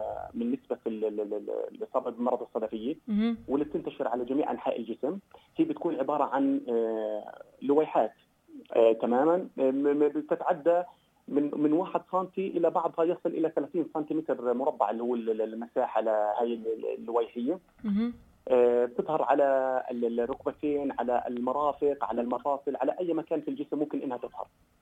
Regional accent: Palestine; طبعا احنا عندنا بفلسطين

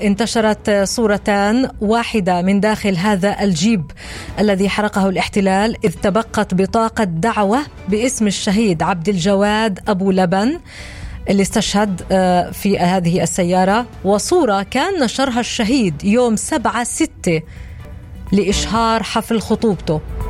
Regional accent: Palestine; كلنا فلسطينيين ونشبه بعض اصلا ولهجتنا لهجات متقاربه

